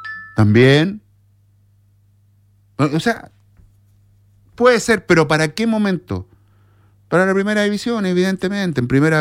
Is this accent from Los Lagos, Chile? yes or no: no; Iquique, Tarapacá, Chile; Cuando jugaba cuando niño, cuando jugábamos en la Liga de Iquique, ¿no? En la Junior Peneca.